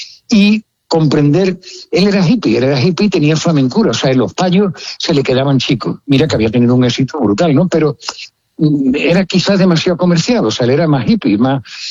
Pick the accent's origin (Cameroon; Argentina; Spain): Spain; Seville, Andalusia; Pues nosotros somos Triana, coño, pues nosotros somos de Triana.